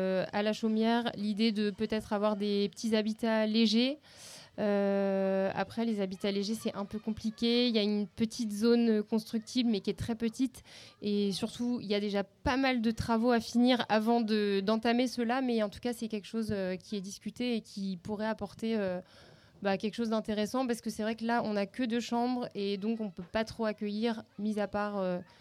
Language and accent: French; Le Havre, Normandy, France; Nous-mêmes, on est du Havre à la base et on s'est retrouvés là.